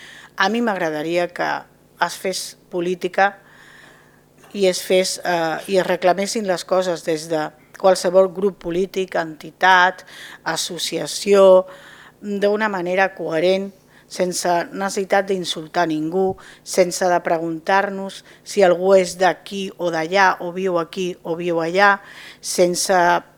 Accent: Argentona, Catalonia, Spain; first language Spanish; Catalan is a second language; moved away as an adult; now in Mataró, Spain; Sóc argentonina, de barri, y como se dice en castellano, mi lengua materna, a mucha honra. Malauradament, per un problema personal, vaig haver d'anar a viure a Mataró.

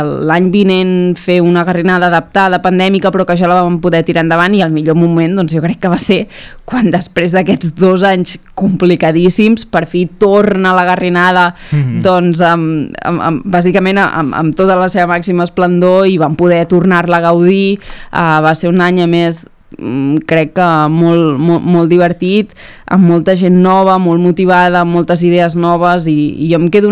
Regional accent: Argentona, Catalonia, Spain

